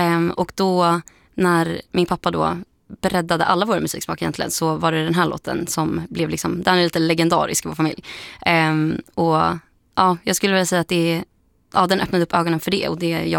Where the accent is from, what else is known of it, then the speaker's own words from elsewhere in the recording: Brussels, Brussels-Capital Region, Belgium; Jag växte upp i Bryssel och där jag lyssnade inte på överdrivet mycket musik